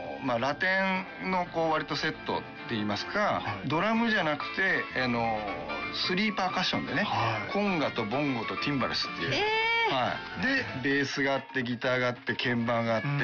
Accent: Kanagawa, Japan; moved away as an adult; also born or lived in Okayama; now in Fussa, Japan; まあ本当に岡山で生まれましたけど、すぐ関東の方にね、はい、引っ越したっていうのもあって

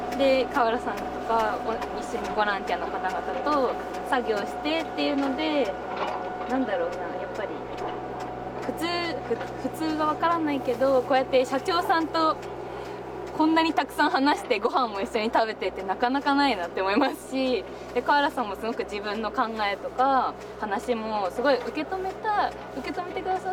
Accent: Toyama, Japan; moved away; 自分は富山県出身だったので、その近くの県で能登で子供の頃に遊んだ経験もあったりしたので

